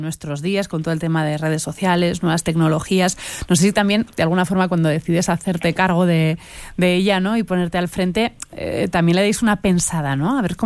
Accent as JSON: {"language": "Spanish", "town": "Tierra Estella", "region": "Navarre", "country": "Spain", "said": "Oye, para quienes somos de Tierra Estella"}